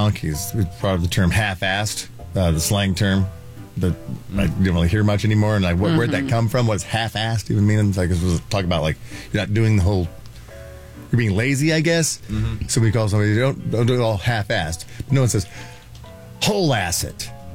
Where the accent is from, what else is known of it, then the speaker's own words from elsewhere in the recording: West Terre Haute, Indiana, United States; my hometown, West Terre Haute.